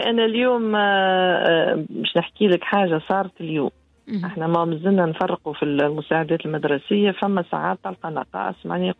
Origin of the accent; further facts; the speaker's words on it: Tunisia; شوف تونس نقول لهم أنا راهو تونسي حنين وكريم